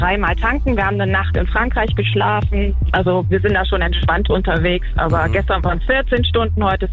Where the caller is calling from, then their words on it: Cologne, North Rhine-Westphalia, Germany